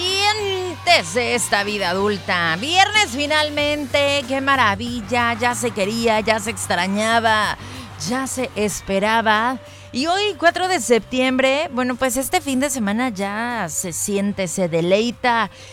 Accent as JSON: {"language": "Spanish", "country": "Mexico"}